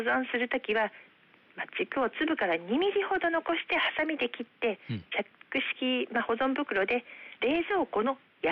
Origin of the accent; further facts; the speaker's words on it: Okayama, Japan; 私たち岡山っ子は親しみを込めてアレキと呼んでいます。